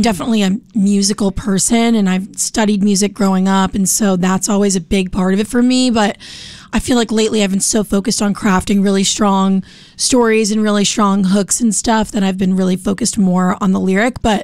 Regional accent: New Hampshire, United States; now in Nashville, United States; I'm actually from New Hampshire.

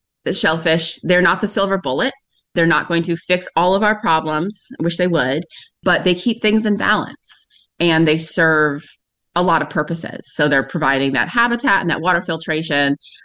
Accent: Oak Bluffs, Massachusetts, United States; I'm from Oak Bluffs, born and raised in Oak Bluffs.

